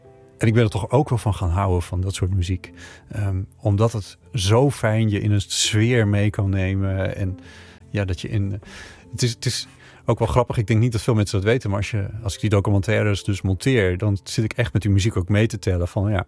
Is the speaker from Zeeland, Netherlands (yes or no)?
no; Friesland, Netherlands; vroeger toen ik klein was in Friesland op een boerderij woonde.